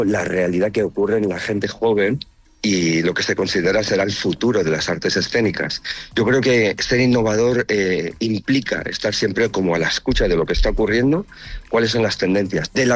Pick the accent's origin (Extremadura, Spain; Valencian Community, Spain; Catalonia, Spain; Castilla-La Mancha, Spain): Catalonia, Spain; Tortosa; born there; Yo, como ciudadano que nací aquí en Tortosa